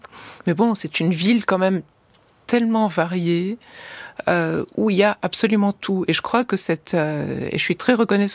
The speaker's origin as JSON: {"language": "French", "country": "Lebanon", "said": "Je suis la seule qui ait le droit de dire si je suis libanaise ou pas."}